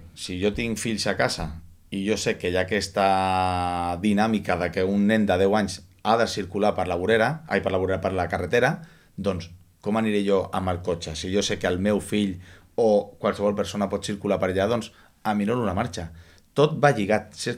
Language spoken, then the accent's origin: Catalan; Granollers, Catalonia, Spain; Perquè jo soc de Granollers